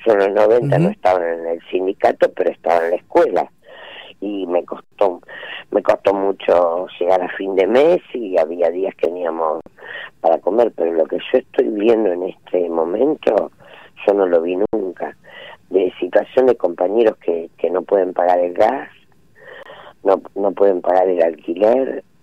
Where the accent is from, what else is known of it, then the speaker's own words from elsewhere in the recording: Santa Fe, Argentina; yo soy santafesina